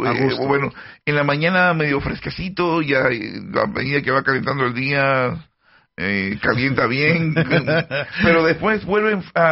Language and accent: Spanish; Panama; yo antes de los 15 años yo sabía que era panameño, pero ahora puedo, o antes de los 18 años ya yo sé que era panameño, no, porque te dan la cédula en Panamá. Sigo siendo panameño